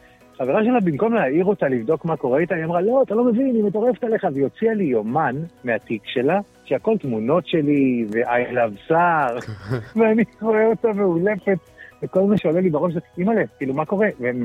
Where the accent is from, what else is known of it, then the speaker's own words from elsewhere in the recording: Rehovot, Central District, Israel; אני גדלתי ברחובות, ילד טוב רחובות